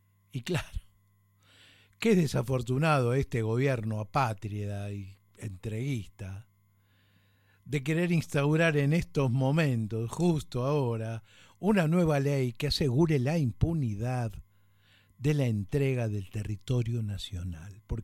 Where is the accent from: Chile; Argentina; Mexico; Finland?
Argentina